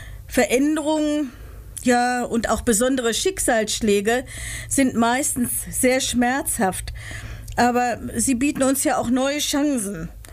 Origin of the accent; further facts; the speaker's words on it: Hildesheim, Lower Saxony, Germany; Ich liebe meine Heimatstadt und bin hier tief verwurzelt. Der Wiesenberg, Steinberg, Galgenberg, die Jakobikirche, das sind alles Kulissen in den Geschichten.